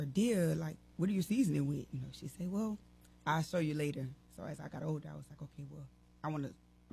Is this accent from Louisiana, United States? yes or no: yes; Bunkie, Louisiana, United States; I'm from Bunky, Louisiana.